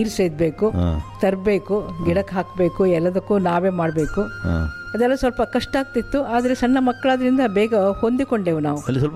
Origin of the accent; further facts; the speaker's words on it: Innanje, Karnataka, India; born there; also born or lived in Mumbai; now in Mangalore, India; ನಮ್ಮ ಹಳ್ಳಿಯಲ್ಲಿ ಇನ್ನಂಜೆ ಅಲ್ಲಿ ನಾನು ಕಲಿತದ್ದು.